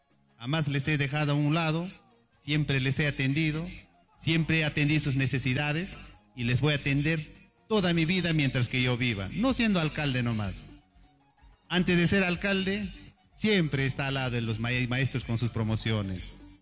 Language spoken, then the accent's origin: Spanish; San Luis, Ancash, Peru; Yo nunca me voy a largar de San Luis. porque es mi pueblo donde he crecido.